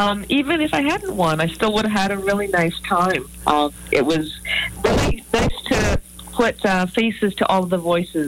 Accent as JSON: {"language": "English", "town": "Oshawa", "region": "Ontario", "country": "Canada", "said": "I'm originally from Oshawa."}